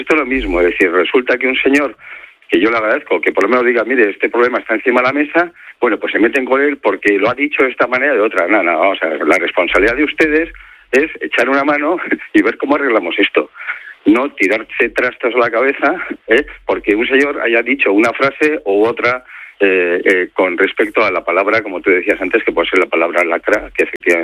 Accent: Basque Country, Spain; Mira, donde más absentismo hay en España es en mi tierra, en el País Vasco, y es donde los salarios son más altos.

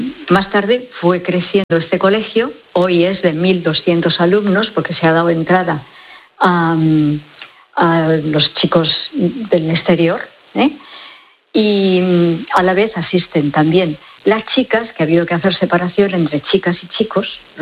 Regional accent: Bañares, La Rioja, Spain; now in El Salvador; Pues una de Logroño, como soy yo, soy de Bañares, ¿eh?

